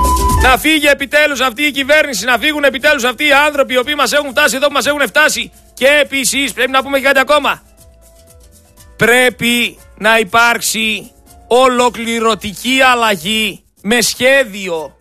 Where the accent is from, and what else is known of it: Greece